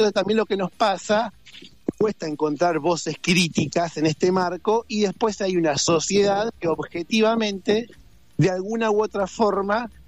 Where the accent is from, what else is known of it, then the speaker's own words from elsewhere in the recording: Bahía Blanca, Buenos Aires Province, Argentina; born there; Yo nací en Bahía Blanca y para ir al mar tengo que irme acá 1 hora o a Pehuenco o a Montehermoso, a pesar de que vivo a 20 cuadras del mar.